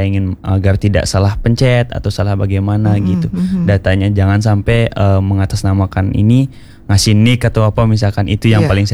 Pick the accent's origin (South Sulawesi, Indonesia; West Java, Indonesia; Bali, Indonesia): Bali, Indonesia; Buleleng; di desa saya, Ibu, Desa Spangklod.